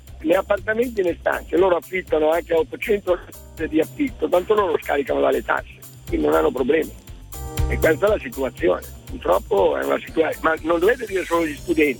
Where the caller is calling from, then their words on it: Novara, Piedmont, Italy; Io chiamo da Novara.